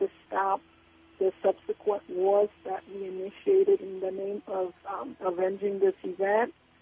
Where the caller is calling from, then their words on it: Oakland, California, United States; I'm calling from Oakland, California